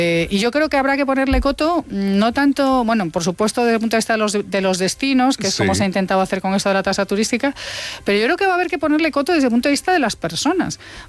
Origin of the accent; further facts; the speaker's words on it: Santiago de Compostela, Galicia, Spain; Yo soy de Santiago de Compostela.